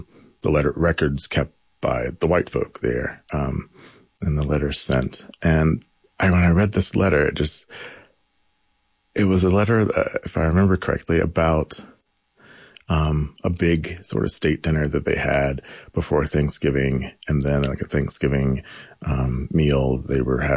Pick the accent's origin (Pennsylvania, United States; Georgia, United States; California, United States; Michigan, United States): Georgia, United States; Milledgeville; Yeah, I'm from Milledgeville, Georgia, born and raised there. My family's been there, you know, as far as I can tell, since like 1812.